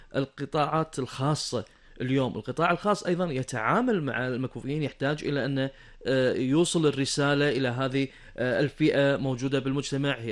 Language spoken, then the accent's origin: Arabic; Kuwait; عندنا بالكويت